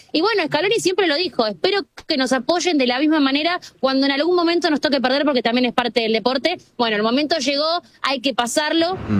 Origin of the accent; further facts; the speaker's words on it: Argentina; nosotros lo que le debemos como hinchas, como argentinos, es eso.